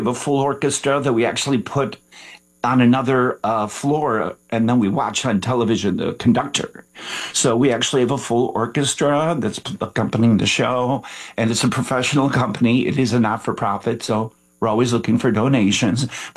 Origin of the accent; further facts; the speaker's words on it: Chicago, Illinois, United States; The south side of Chicago.